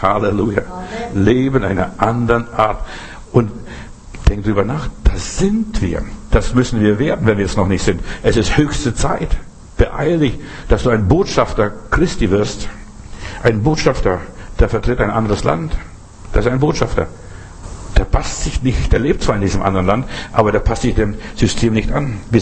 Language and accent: German; Germany; ich bin ein Deutscher und lebe hier gerne in Europa, aber das ist nicht meine Heimat.